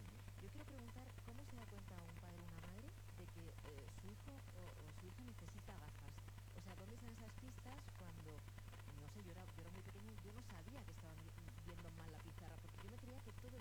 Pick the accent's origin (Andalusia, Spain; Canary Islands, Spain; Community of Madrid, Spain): Community of Madrid, Spain; Madrid; Yo soy de Madrid